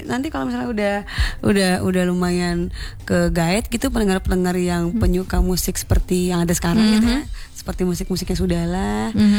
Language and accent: Indonesian; Padang, West Sumatra, Indonesia; Tapi gak menutup kemungkinan kita sebagai orang Minang Padang legasinya apa nih gitu ya.